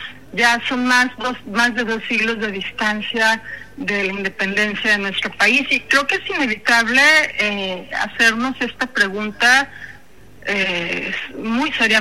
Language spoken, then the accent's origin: Spanish; Mexico; como somos como mexicanos, y eso es algo bueno y a veces algo malo, ¿no?